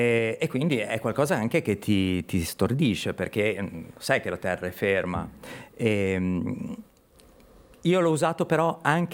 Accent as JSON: {"language": "Italian", "town": "Chiavari", "region": "Liguria", "country": "Italy", "tie": "born or raised there", "said": "sono sempre tornato a Chiavari. Me ne sono reso conto di quanto sia attaccato la mia terra andando a vivere al di là"}